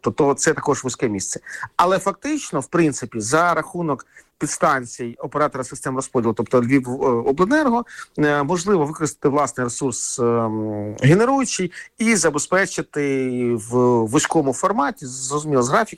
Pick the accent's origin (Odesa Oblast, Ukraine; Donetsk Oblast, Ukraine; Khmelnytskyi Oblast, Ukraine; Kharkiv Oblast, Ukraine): Kharkiv Oblast, Ukraine; Kharkiv; Якщо будемо говорити про мій рідний Харків, Харків зараз набудував велику кількість об'єктів розподіленої генерації.